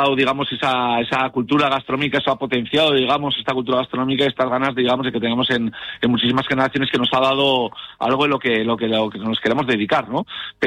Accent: Campezo, Basque Country, Spain; moved away; also born or lived in San Sebastián; yo procedo de, como bien has dicho, de un pueblito llamado Campezu, la montaña alavesa.

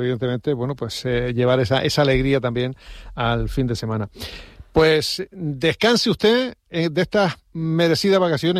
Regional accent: Canary Islands, Spain; estamos todos canarios

